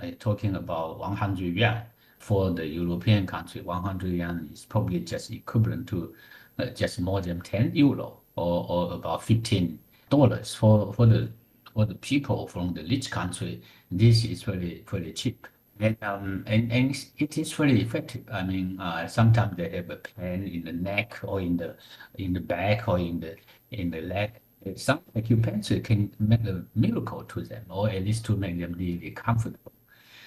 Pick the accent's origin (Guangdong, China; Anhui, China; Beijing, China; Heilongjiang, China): Guangdong, China; Chaozhou; English is a second language; Now, it's Chaozhou and Zhejiang. This is my hometown. I didn't think that my hometown is so attractive to tourists, but these recent years, it become a very hot spot.